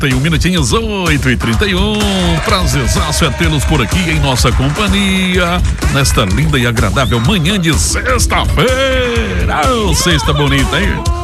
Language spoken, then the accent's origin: Portuguese; Timon, Maranhão, Brazil; now in Palmas, Brazil; Diamond City é minha cidade natal, Timon do Maranhão